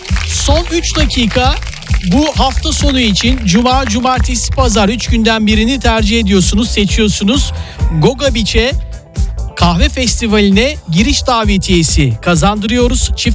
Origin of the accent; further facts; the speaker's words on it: Black Sea Region, Turkey; Orası hırçın Karadeniz bölgesi. Öyle şimdi doğma büyüme Karadenizli ben olarak